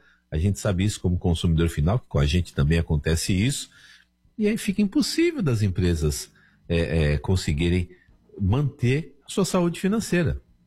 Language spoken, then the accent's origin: Portuguese; Brazil